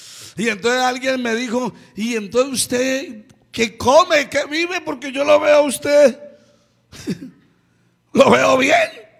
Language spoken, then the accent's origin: Spanish; Santander, Colombia; moved away; Yo no soy paisa, soy santandereano.